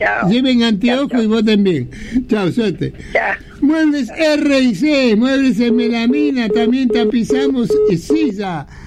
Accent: Argentina; como somos los argentinos

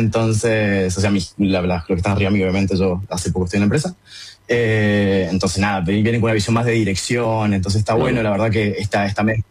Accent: Argentina; also born or lived in Thailand / Indonesia; now in Barcelona, Spain; yo vivo en Poblenou, que queda a 12 minutos caminando a la playa. Entonces es una playa que solemos ir bastante. Está Bogatel, que es una playa que está dominada por argentinos, entonces es donde nos sentimos cómodos.

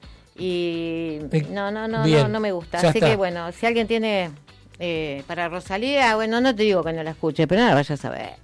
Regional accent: Argentina

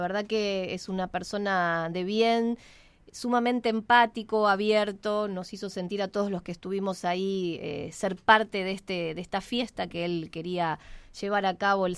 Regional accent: Argentina

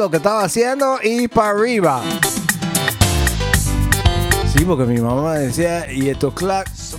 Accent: Colón, Panama; moved away; Yo vivía por calle 10.

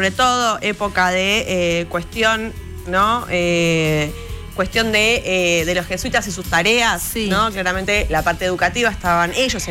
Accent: Buenos Aires, Argentina; Flores, yo que soy de Flores, eran las afueras.

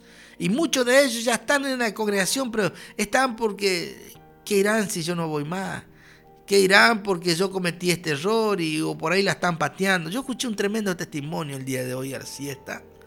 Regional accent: Chaco, Argentina; Nosotros chaqueños teníamos problemas en esa época

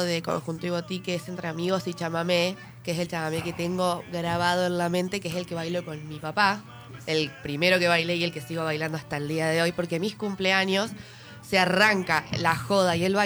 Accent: Argentina; las fechas reales que nos hicieron argentinos

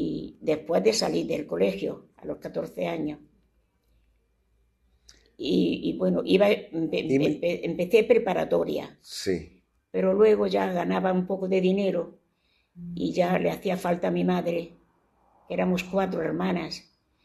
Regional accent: Granada, Andalusia, Spain; Yo soy de Granada.

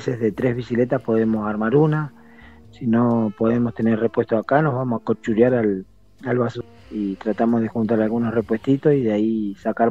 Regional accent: Argentina; me crié entrenando en La Barda, que es acá, pegadito a estos barrios

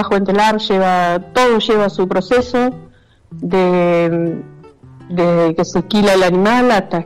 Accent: Colan Conhué, Río Negro, Argentina; now in Los Menucos, Argentina; Yo soy de Colanconé, soy nacido y criado en el pago de Colanconé.

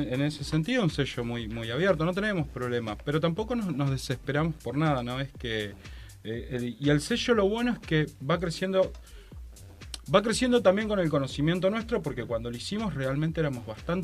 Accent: Paraná, Entre Ríos, Argentina; siendo que los dos somos de Paraná

